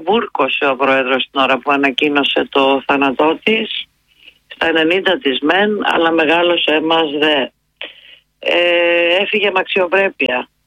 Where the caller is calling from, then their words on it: Cyprus; Εγώ είμαι από Κύπρο.